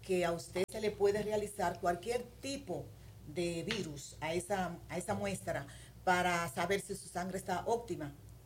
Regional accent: Dominican Republic; Nosotros no crecemos con esa cultura como dominicano

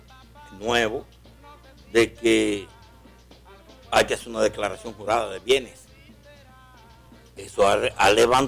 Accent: Dominican Republic; ha puesto en evidencia el dominicanismo, lo que somos los dominicanos.

